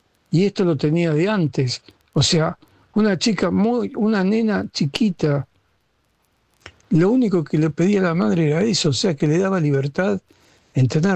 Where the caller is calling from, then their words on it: Buenos Aires, Argentina; de Valvanera, Capital Federal.